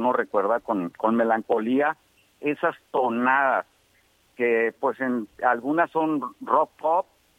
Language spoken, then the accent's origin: Spanish; Los Mochis, Sinaloa, Mexico; Nací, sí, aquí en Mochis.